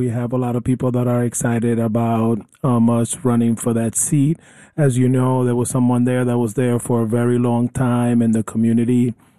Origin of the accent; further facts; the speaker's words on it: New York, United States; as a New Yorker